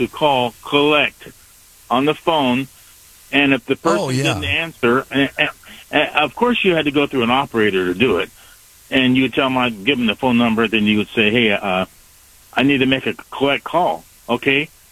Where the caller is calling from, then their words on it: Wheatland, United States; I'm calling from Wheatland.